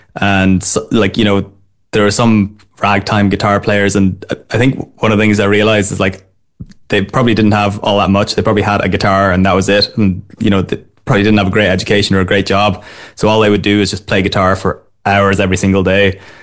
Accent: Northern Ireland, United Kingdom; moved away as an adult; also born or lived in Cork; now in Dublin, Ireland; Yeah, so I'm from Fermanagh originally, but I've been living in Dublin basically since college. I took a year abroad and lived in Cork for a year.

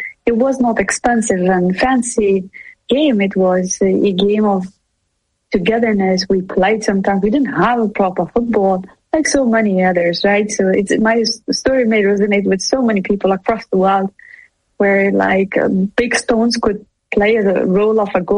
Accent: Pakistan; also born or lived in Iran / Afghanistan; We came back to Afghanistan with different mindset. Because we grew up in Pakistan or Iran, many refugees, Afghan refugees came back.

